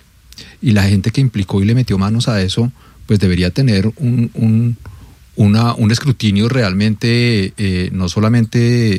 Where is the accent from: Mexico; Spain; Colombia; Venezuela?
Colombia; nosotros deberíamos como colombianos